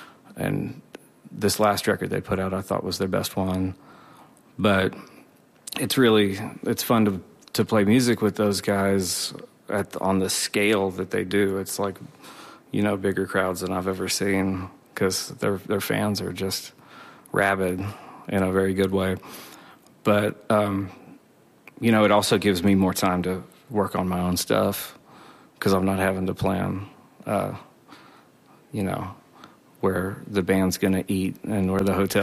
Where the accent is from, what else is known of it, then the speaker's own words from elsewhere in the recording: Oklahoma, United States; growing up in Oklahoma